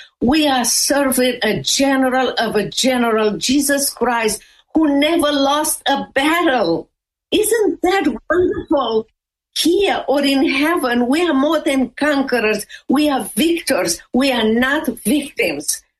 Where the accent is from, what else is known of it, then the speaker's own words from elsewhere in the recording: Romania; English is a second language; now in United States; I will never forget how many Americans came to Romania during the persecution and how important was that for me and for Romanian people.